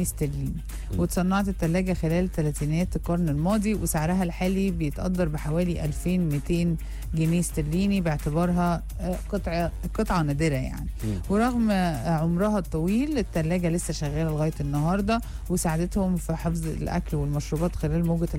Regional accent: Egypt; عندنا في مصر

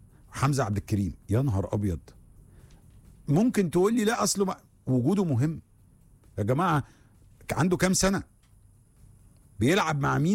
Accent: Egypt; انا بقول رايي كمصري بيشجع منتخب بلده

